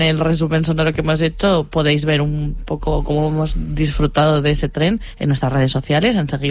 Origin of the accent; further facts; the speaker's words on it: Vitoria-Gasteiz, Basque Country, Spain; Mario y yo éramos, al ser los vitorianos